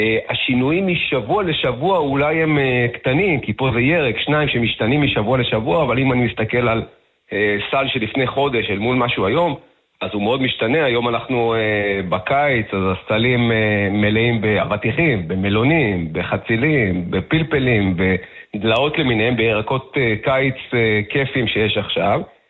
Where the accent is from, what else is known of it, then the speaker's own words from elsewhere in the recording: Beersheba, Southern District, Israel; born there; now in Kibbutz HaMa'apil, Israel; אני לא יליד הקיבוץ, אני בכלל נולדתי בבאר שבע